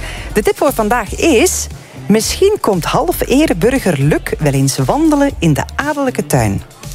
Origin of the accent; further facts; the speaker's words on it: Limburg, Belgium; En als Limburger denk ik echt te weten waar dat die staat vanavond.